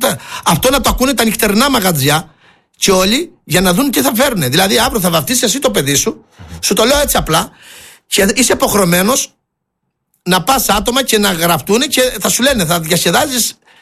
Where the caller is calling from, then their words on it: Crete, Greece